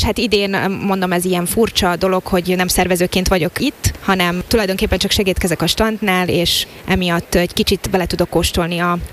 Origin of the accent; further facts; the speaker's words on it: Šamorín, Trnava Region, Slovakia; Somorjáról származom